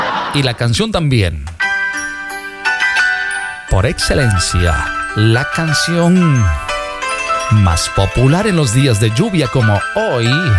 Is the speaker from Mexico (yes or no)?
yes; Veracruz, Mexico; yo soy de oro, y yo soy jarocho.